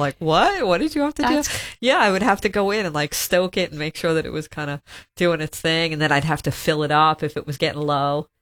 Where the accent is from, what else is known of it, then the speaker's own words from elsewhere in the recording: Long Island, New York, United States; growing up on Long Island, Boy, it gets pretty cold there in the homes in the winter.